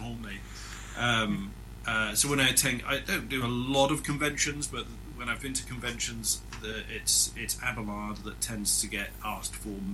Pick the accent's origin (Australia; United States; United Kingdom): United Kingdom; Scotland; accent: Scottish; I grew up in Scotland, so I consider myself, Scottish. Native. For to perform in a Scottish accent is very natural.